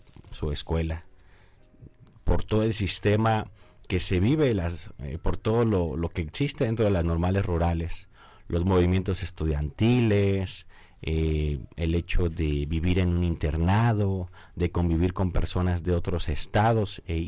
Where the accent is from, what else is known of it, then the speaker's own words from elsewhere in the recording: Uruapan, Michoacán, Mexico; mi ciudad de origen, Uruapan